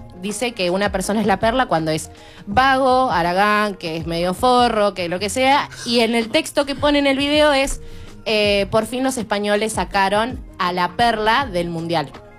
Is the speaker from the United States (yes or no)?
no; Argentina; seguimos orgullosamente siendo argentinos.